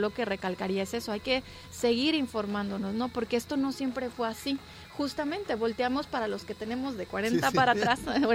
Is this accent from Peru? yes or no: no; Mexico